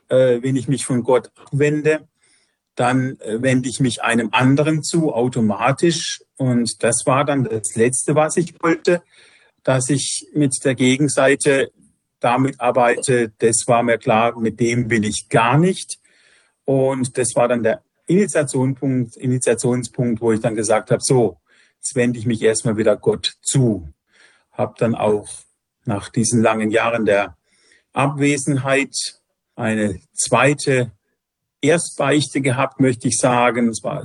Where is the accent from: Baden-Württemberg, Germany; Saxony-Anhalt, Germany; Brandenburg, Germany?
Baden-Württemberg, Germany; Freiburg; Also, ich kannte einen Herz-Jesu-Priester in meiner Heimatstadt in Freiburg.